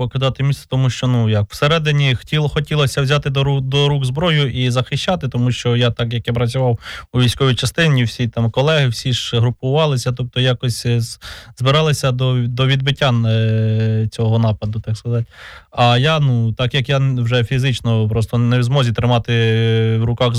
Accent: Kherson Oblast, Ukraine; я повернувся в рідне село, тому що я родом сам з Херсонської області.

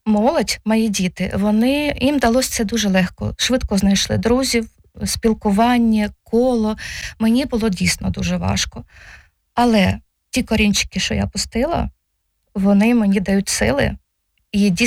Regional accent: Luhansk Oblast, Ukraine; born or raised there; moved away as an adult; now in Vinnytsia, Ukraine

